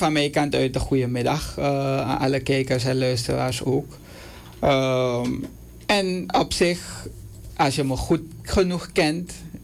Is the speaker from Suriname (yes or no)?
yes; Suriname; Ik ben een Surinamer.